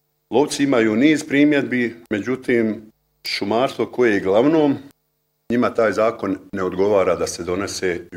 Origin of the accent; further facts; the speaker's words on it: Suhi Dol, Zenica-Doboj Canton, Bosnia & Herzegovina; born there; rođen sam u Suhom Dolu, davne 51. godine.